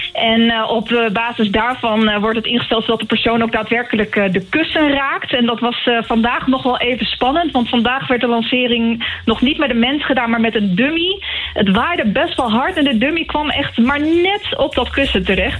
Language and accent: Dutch; Borculo, Gelderland, Netherlands; Ik kom uit Buurlo, geboren en getogen.